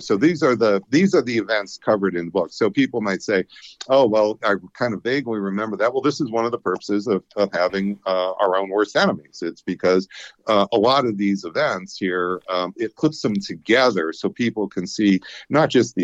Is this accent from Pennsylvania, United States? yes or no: yes; Erie, Pennsylvania, United States; So I'm from Western PA. I'm from Erie, Pennsylvania. I went to the University of Pittsburgh as an undergrad. So I'm pretty familiar with Pennsylvania.